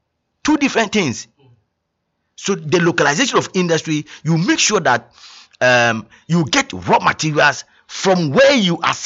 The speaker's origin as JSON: {"language": "English", "country": "Ghana", "said": "I'm a Ghanaian."}